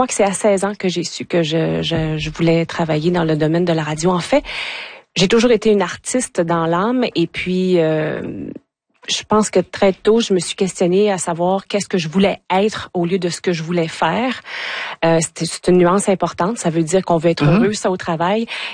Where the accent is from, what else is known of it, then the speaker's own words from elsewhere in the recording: Saint-Bruno, Quebec, Canada; now in Abitibi, Canada; Je suis de Saint-Bruno au Lac-Saint-Jean, un petit village à l'époque qui avait 2500 habitants.